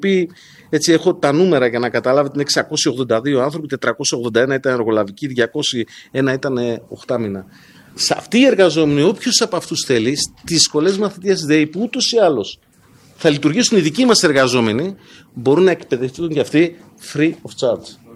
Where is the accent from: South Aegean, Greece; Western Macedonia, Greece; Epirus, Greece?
Western Macedonia, Greece; Ptolemaida; στην πόλη μου, στην Τολεμαΐδα